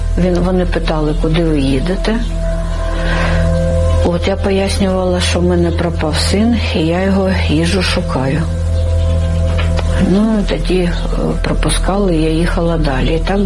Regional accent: Bucha, Kyiv Oblast, Ukraine; Ну, я ж місцева

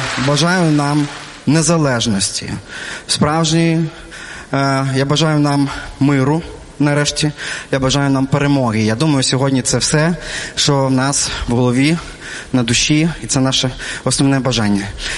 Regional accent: Lutsk, Volyn Oblast, Ukraine; Так, я з Луцька.

